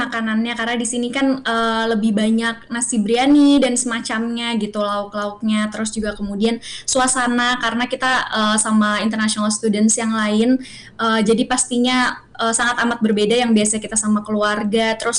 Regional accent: Jakarta, Indonesia; also born or lived in East Java; Saya dari Jawa Timur, tapi kebetulan sudah tinggal di Jakarta dari kecil, Mas.

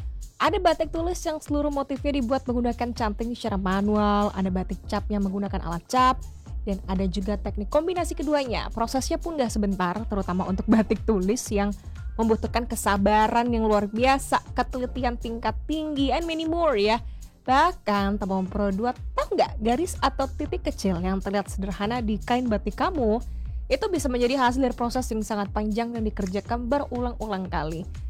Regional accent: Bali, Indonesia; kita orang Bali

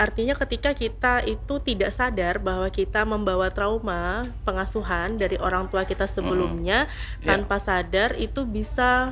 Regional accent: South Kalimantan, Indonesia; ibaratnya kalau kita orang Banjar ngomongnya gitu ya

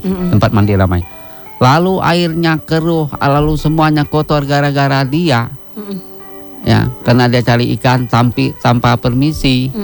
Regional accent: West Kalimantan, Indonesia

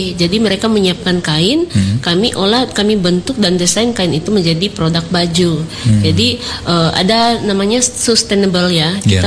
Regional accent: South Sulawesi, Indonesia; now in Makassar, Indonesia; Saya anak Toraja, tapi gak tinggal di Toraja.

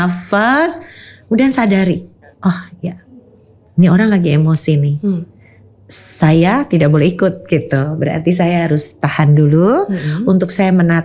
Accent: Semarang, Central Java, Indonesia; Dan dipercayakan pada saya orang Semarang gitu loh.

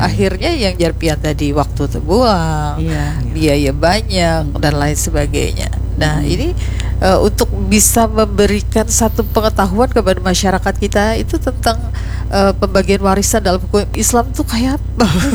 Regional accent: South Kalimantan, Indonesia; Kan kita orang Banjar ini rasa ada petakut gitu.

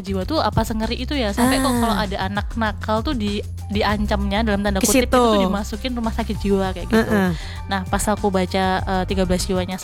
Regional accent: Magelang, Central Java, Indonesia; Jadi di rumahku, di tempat asal aku Magelang itu kan juga ada rumah sakit jiwa ya.

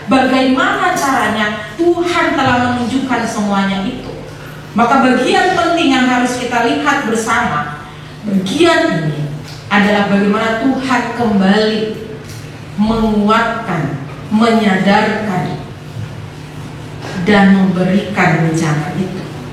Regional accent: North Maluku, Indonesia; born there; moved away as an adult; now in Yogyakarta, Indonesia; Saya aslinya dari Maluku Utara.

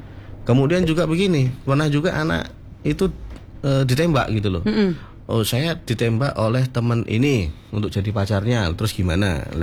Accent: Bojonegoro, East Java, Indonesia; Kalau saya orang asli Bojonegoro, Mbak, seorang suami itu nyapu, ngepel, cuci baju, wah itu sudah dianggap tidak, istri tidak menghormati.

